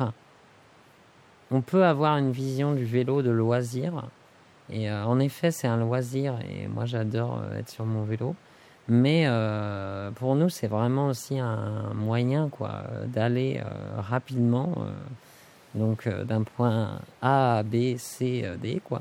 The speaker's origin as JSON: {"language": "French", "town": "Nantes", "region": "Pays de la Loire", "country": "France", "said": "Nantes, je viens de Nantes. J'habitais dans un village, mais je suis né très près d'un marais et de la mer."}